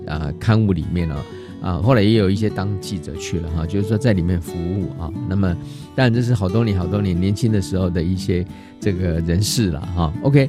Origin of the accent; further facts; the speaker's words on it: Taiwan; 可能对我们台湾人来讲我们会觉得是习以为常啊。可是呢其实如果你离开台湾在外面生活，你会发现这是很难得的啊。